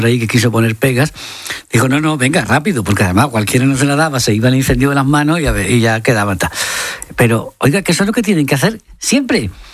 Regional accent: Marchena, Andalusia, Spain; cuadros extraordinarios de las quemas de rastrojo en la Vega de Carmona y en el Viso y todo eso, aparte de mi pueblo, de Marchena, etcétera.

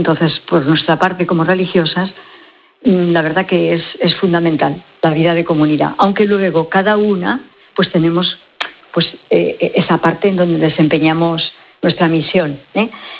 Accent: Bañares, La Rioja, Spain; now in El Salvador

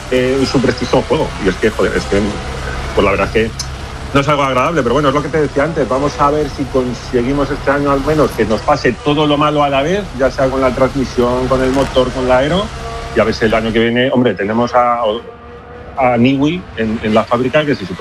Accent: Spain; ya no solo porque haya trabajado con él o como aficionado español

